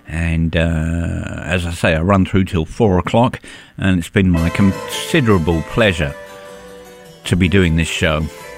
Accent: United Kingdom; now in Boston, United States; I'm a Brit.

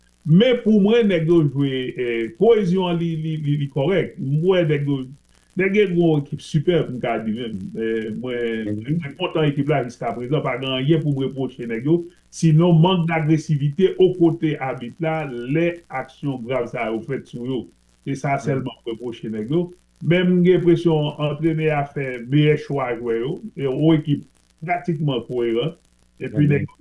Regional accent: Haiti; c'est peut-être la première fois que je suis haïtien aussi fier pour vous présenter comme haïtien.

